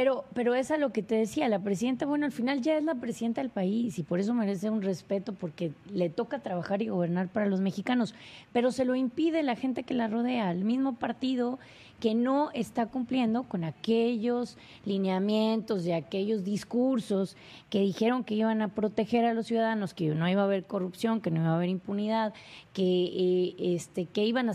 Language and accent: Spanish; Coahuila, Mexico; Pero también hay que abrir los ojos como mexicanos, como coahuilenses, y darnos cuenta donde llega la línea de lo indefendible.